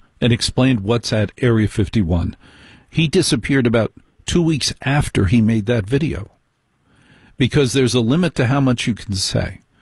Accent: New York, United States; And I watched them very carefully as a New Yorker to see if it was stage acting.

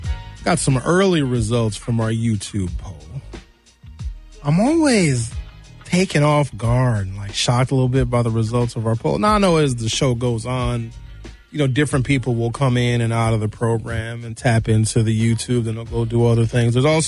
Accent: United States; now in Milwaukee, United States; I'm an American

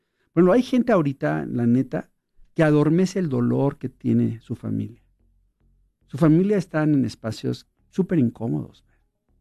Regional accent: Mexico; En mis tiempos, cuando perdían los partidos allá, yo soy de México.

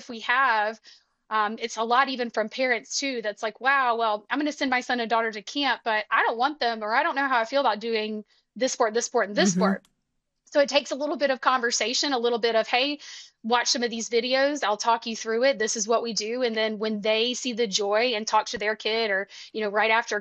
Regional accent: Alabama, United States

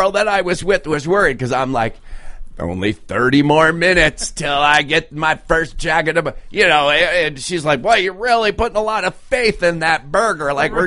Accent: Traverse City, Michigan, United States; And I was like, I'm from Traverse City.

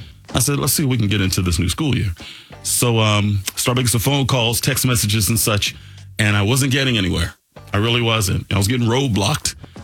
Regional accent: Bakersfield, California, United States; moved away; back in my hometown, Bakersfield, all throughout Central Cali

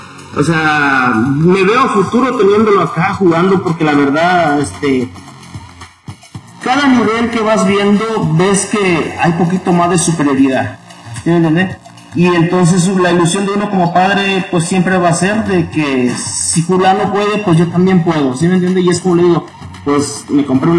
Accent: Guatemala; now in Arizona, United States

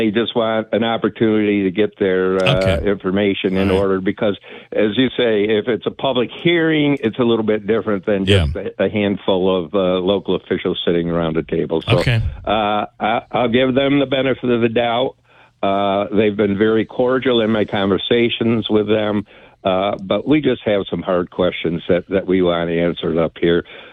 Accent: Newport, New York, United States; I've lived on the creek my whole life. I'm from Newport.

